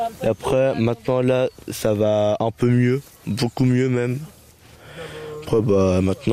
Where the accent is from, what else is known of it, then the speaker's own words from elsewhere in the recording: Geneva, Switzerland; Je viens de Genève. Là-bas, c'est une ville grande, mais après, il n'y a pas grand truc à faire.